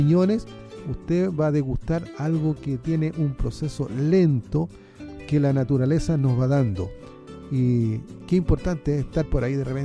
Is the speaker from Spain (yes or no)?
no; Chile; es importante tener ese privilegio de nosotros como chilenos